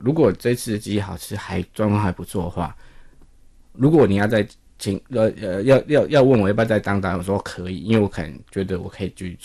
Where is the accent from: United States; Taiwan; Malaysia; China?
Taiwan; first language Taiwanese Hokkien; Chinese is a second language; 因为本来我的母语其实也是台语，